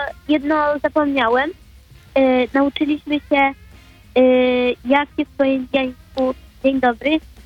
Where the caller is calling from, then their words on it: Kraków, Lesser Poland, Poland; Dzwonię z Krakowa